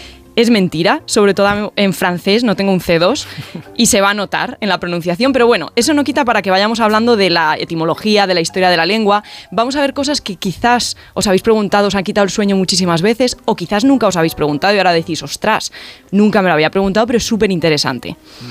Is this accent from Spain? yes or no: yes; Guadalajara, Spain; born there; Nací en Guadalajara.